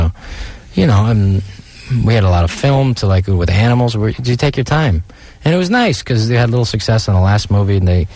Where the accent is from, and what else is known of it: Pacifica, California, United States; born or raised there